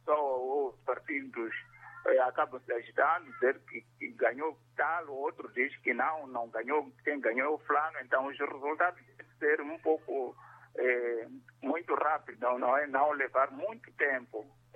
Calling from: Vilankulo, Inhambane, Mozambique; falo de Vilanculo.

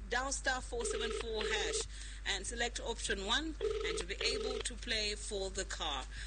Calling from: Zambia; I'm calling you from Winbig, Zambia.

